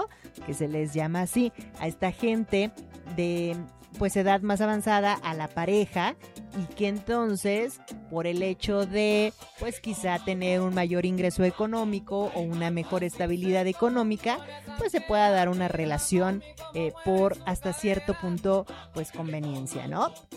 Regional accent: Mexico; para nosotros como mexicanos

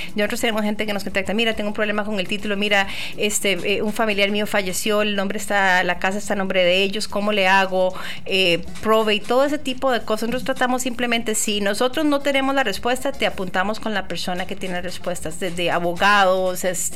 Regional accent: Costa Rica; now in West Michigan, United States

